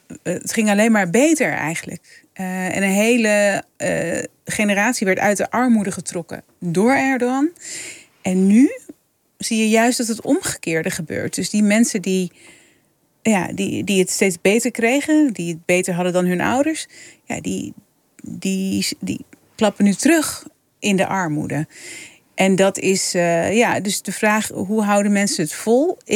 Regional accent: Leeuwarden, Friesland, Netherlands; born or raised there

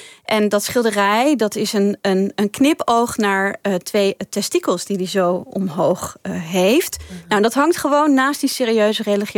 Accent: Utrecht, Netherlands; vandaar dat ik hem een warm hart toedraag als Utrechtse.

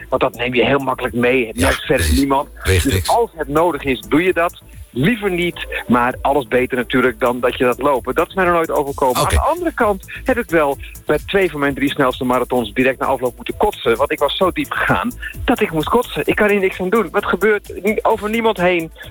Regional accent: Amsterdam, North Holland, Netherlands; ik ben opgegroeid in Amsterdam.

